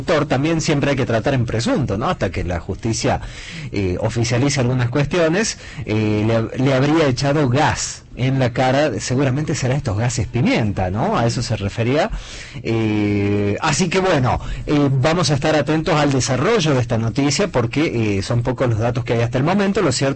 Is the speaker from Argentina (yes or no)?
yes; Tucumán, Argentina; Nosotros tenemos en nuestra historia como tucumanos malas experiencias con los autos de alquiler